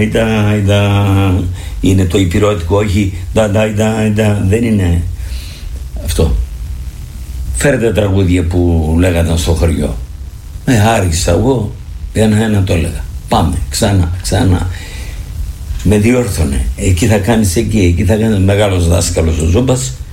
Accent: Keramitsa, Epirus, Greece; Είμαι από την Κεραμίτσα και από ένα συνεγγισμό που λέγεται Ζοβόρη.

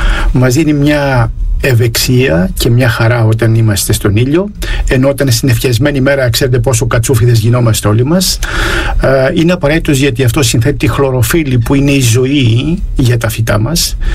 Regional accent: Piraeus, Attica, Greece; τους πατριώτες μου, τους Πειραιώτες, γιατί και εγώ είμαι Πειραιώτης.

